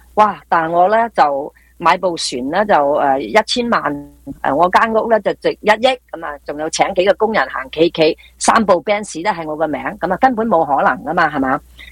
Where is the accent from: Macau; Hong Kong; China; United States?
United States; California; 上帝祝福我哋加州人呢